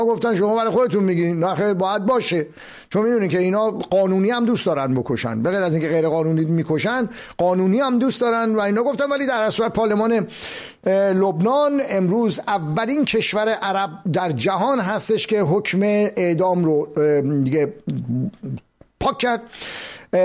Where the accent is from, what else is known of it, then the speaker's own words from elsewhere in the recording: Iran; وقتی گفته کجایی هستی گفتم ایرانی